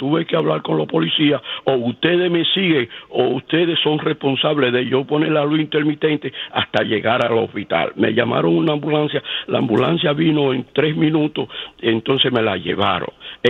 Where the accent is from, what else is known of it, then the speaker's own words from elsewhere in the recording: Santo Domingo, Distrito Nacional, Dominican Republic; Sencillamente del San Carlos, de la capital.